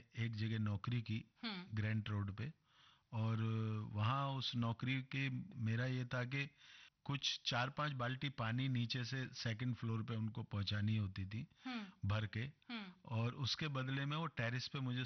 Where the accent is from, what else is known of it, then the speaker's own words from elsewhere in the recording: Haryana, India; रहता था पलवल के पास, मेरा गांव है।